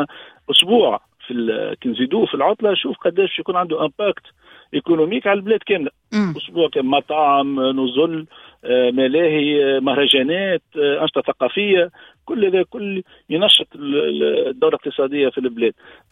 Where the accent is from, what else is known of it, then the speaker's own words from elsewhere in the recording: Tunisia; احنا تعرف في تونس